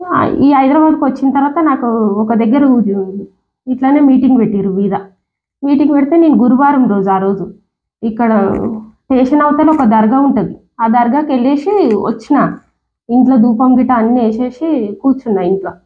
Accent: Karnataka, India; అంటే మాది కర్ణాటక అని చెప్పిన నేను.

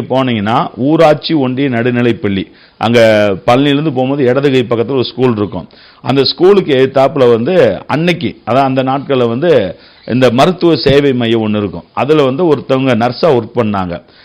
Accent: Cholavandan, Tamil Nadu, India; born there; also born or lived in Madurai / Kanakkampatti; என்னுடைய சொந்த ஊர் வந்து சோழவந்தார். சோழவந்தான் கேள்விப்பட்டிருக்கீங்களா? நல்ல ஒரு அருமையான ஊர். அதனால் சோழவந்தான் வந்து விவசாயத்துக்கு நல்ல ஒரு பெயர் போன பூமின்னு சொல்லி நம்ம பார்க்குறோம். அந்த அங்கே தான் நான் பிறந்தேன்.

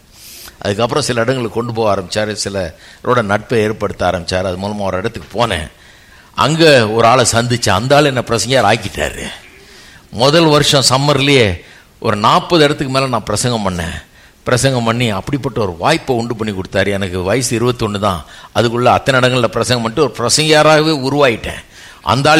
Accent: Chennai, Tamil Nadu, India; நான் இந்த சென்னை பட்டணத்துக்காக தமிழ் அறிவை கொடுத்து, எனக்கு தமிழ் கலாச்சாரத்தில் என்னை வளர வச்சு, இந்த ஊரில் என்ன இருக்க வச்சு, ஒரு இந்திய

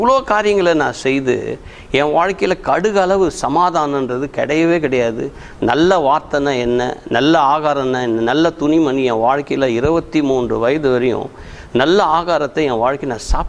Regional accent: Chennai, Tamil Nadu, India; அங்கே தான் நான் பிறந்து வளர்ந்தது எல்லாமே.

